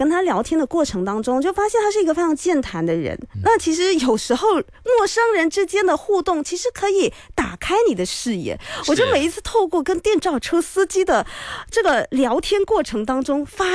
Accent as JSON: {"language": "Chinese", "town": "Johor Bahru", "region": "Johor", "country": "Malaysia", "tie": "born or raised there", "said": "我就说我的家乡新山。"}